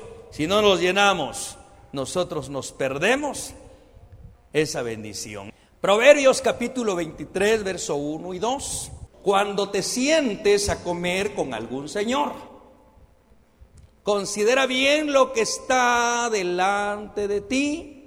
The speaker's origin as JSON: {"language": "Spanish", "country": "Guatemala", "said": "nuestro lindo país de Guatemala"}